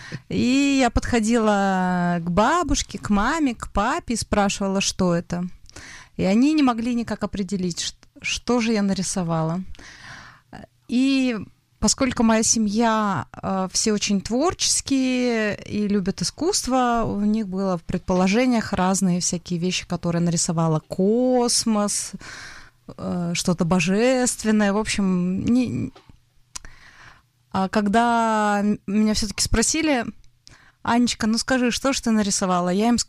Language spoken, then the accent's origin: Russian; Novokuznetsk, Kemerovo Oblast, Russia; born there; Я родилась в Сибири. В городе Новокузнецке.